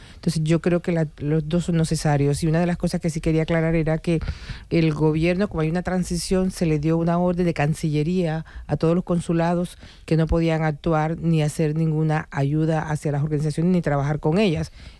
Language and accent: Spanish; Colombia; como colombiana que soy, aportar ese granito de arena que necesita mi país.